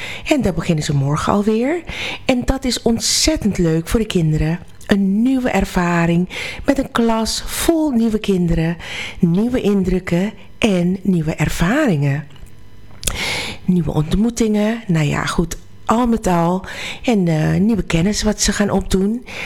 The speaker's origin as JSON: {"language": "Dutch", "country": "Suriname", "tie": "born or raised there", "moved": "yes", "said": "toen ik opgroeide in Suriname"}